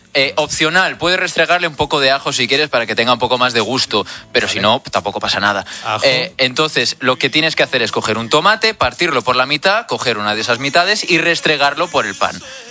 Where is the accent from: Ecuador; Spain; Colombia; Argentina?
Spain; Lleida, Catalonia; Sofía Buera es de Huesca, somos vecinos, yo soy de Lleida